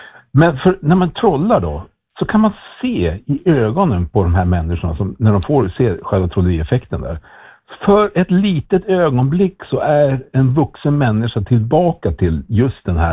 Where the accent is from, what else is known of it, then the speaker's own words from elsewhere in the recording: Norrland, Sweden; Jag är själv norrlänning, så jag vet ju hur det var.